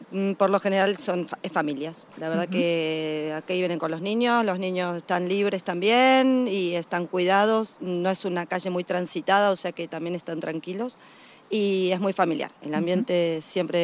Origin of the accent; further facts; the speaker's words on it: Argentina; accent: Argentine; now in Spain; Ya por mi acento se habrán dado cuenta que soy argentina.